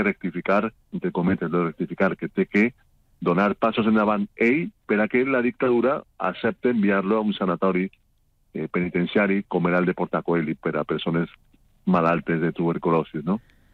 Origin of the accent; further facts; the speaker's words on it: Novelda, Valencian Community, Spain; al meu poble, Nubalda